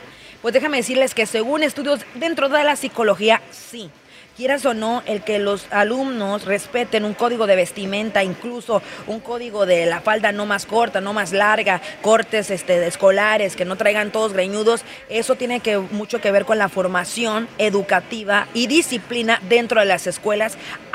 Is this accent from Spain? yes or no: no; Mexico; moved away as an adult; now in United States; yo que vengo de México, ¿verdad? Y allá estudié toda mi escolaridad, o sea que el kinder, la primaria, la secundaria, la preparatoria, allá las escuelas públicas, yo nunca estuve en una escuela paga